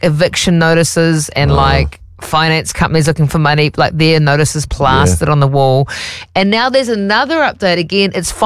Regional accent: Dargaville, Northland, New Zealand; And as a kid growing up in Dargaville

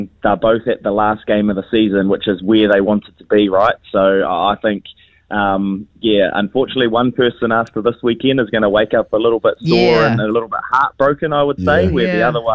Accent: Manawatū-Whanganui, New Zealand; moved away as an adult; Growing up in the Manawatū, I was a big Hurricanes fan.

